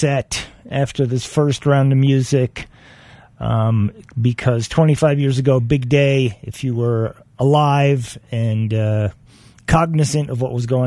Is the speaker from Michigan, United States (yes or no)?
no; New Jersey, United States; I grew up in New Jersey